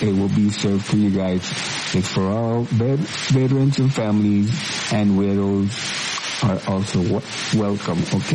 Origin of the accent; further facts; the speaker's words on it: Arizona, United States; Hightown, of course, my hometown, Hightown.